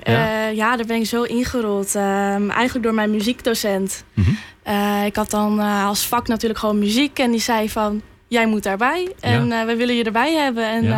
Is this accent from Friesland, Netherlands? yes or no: yes; Langweer, Friesland, Netherlands; Ik kom zelf uit Langweer. Ja, lekker hier dichtbij.